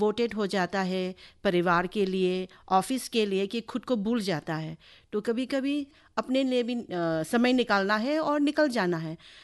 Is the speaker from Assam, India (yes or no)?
yes; Haflong, Assam, India; मैं पली बड़ी हूँ दिबाराय हाफलोंग में, और